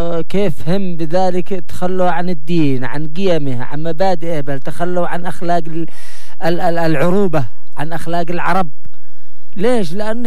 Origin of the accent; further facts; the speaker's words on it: Yemen; أن شعبنا اليمني العزيز